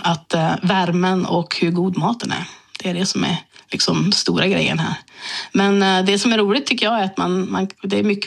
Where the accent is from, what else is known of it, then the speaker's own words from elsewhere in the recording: Sweden; moved away; Nej, vi åker hem till Sverige.